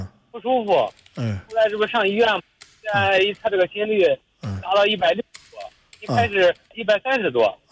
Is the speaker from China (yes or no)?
yes; Rizhao, Shandong, China; 山东日照。